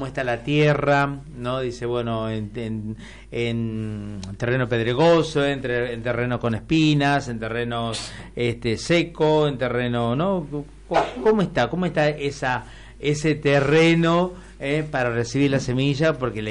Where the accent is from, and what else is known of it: Argentina